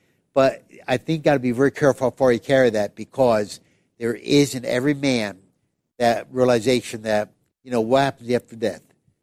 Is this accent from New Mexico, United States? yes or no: no; Pennsylvania, United States; I was raised in Pennsylvania, and the more south you go, Frank, the more people take more time just to talk about, spend time talking, etc.